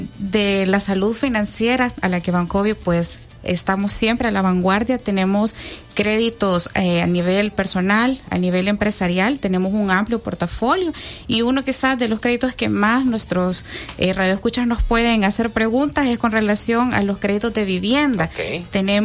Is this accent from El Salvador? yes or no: yes; El Salvador; un sueño que tenemos como salvadoreños